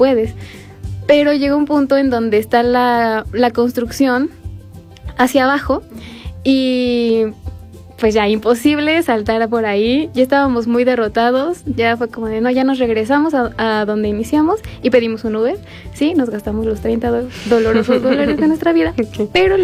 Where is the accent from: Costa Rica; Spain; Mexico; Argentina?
Mexico; Y como mexicano se nos salió un poquito el decir, sí, nos la podemos saltar.